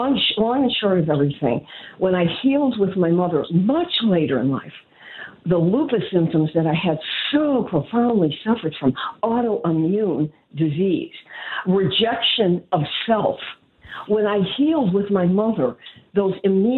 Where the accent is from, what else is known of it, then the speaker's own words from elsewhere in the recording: Chicago, Illinois, United States; when I grew up in Chicago with all this trauma